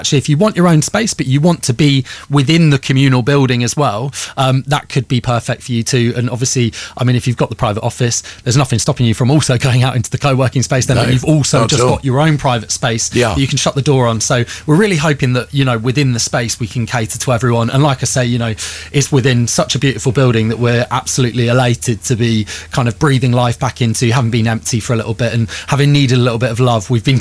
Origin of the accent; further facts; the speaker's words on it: Melksham, South West England, United Kingdom; I actually really like being in Devizes. I grew up in Melksham.